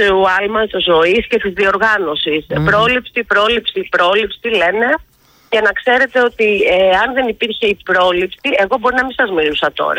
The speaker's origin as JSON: {"language": "Greek", "town": "Piraeus", "region": "Attica", "country": "Greece", "lives_now": "Athens, Greece", "said": "Ναι, ωραία, και εγώ είμαι Πειραιώτισσα, να ξέρεις. Αλλά είμαι εδώ πάνω τώρα, στην Αθήνα."}